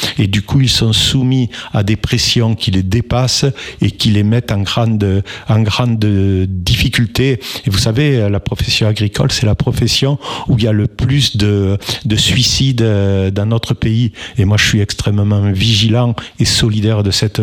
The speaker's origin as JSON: {"language": "French", "town": "Mirepoix", "region": "Occitanie", "country": "France", "said": "Vous savez, je suis de Mirepoix, oui."}